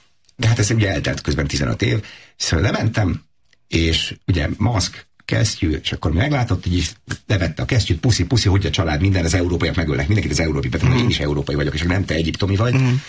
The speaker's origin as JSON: {"language": "Hungarian", "town": "Sopron", "region": "Győr-Moson-Sopron", "country": "Hungary", "tie": "born or raised there"}